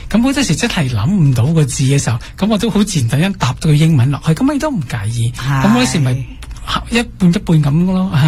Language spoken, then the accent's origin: Cantonese; Canada; moved away as an adult; now in Japan; 我加拿大人咁啦，咁样嚟，跟住咧好多时咧，嗰啲学生咧都系廿零岁多啲，咁我最年纪大啲一个个